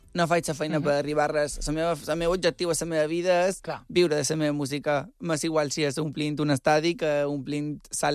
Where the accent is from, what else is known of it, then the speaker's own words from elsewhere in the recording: Andratx, Balearic Islands, Spain; Soc d'Andratx i el nostre mallorquí tampoc és el millor del món.